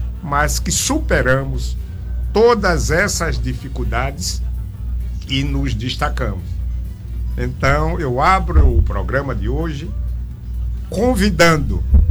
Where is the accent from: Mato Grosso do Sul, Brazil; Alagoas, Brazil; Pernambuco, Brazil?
Alagoas, Brazil; Piranhas